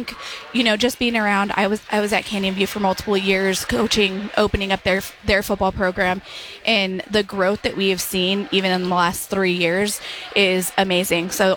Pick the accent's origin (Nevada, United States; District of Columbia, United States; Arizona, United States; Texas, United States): Arizona, United States; Yuma; Yes, I am a native. I grew up in Yuma, went to Cibola High School.